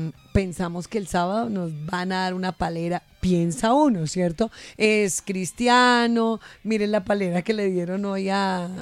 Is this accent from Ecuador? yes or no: no; Colombia